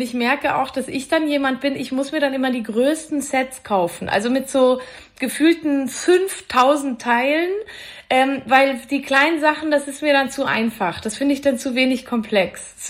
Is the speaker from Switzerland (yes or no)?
yes; Valais, Switzerland; ich komme ja aus dem Wallis ursprünglich